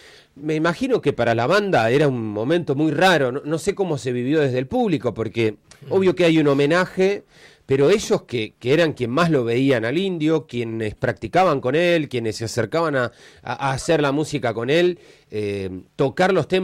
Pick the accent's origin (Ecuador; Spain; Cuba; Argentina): Argentina; La Plata, Buenos Aires Province; born there; la Ciudad de La Plata, de donde soy nacido